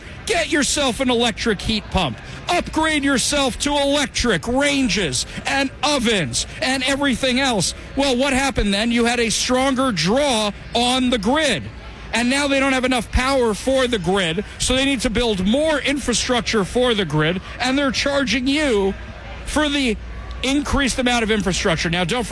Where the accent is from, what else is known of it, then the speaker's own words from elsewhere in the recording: New York City, New York, United States; I grew up in New York, and let me tell you something. It is ridiculously hot in New York during the summers.